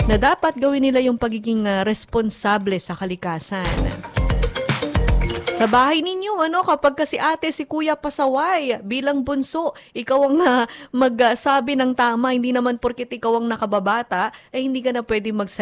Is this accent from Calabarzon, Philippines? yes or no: yes; Antipolo, Calabarzon, Philippines; Ako kasi taga Antipolo ko, sa Rizal Province kami.